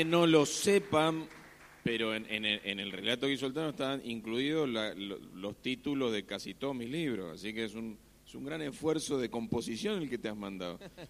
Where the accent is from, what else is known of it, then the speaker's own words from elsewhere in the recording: Castelar, Buenos Aires Province, Argentina; Yo soy de Castelar, que está a unos 30 kilómetros de Buenos Aires, sobre Ruta 7, de hecho.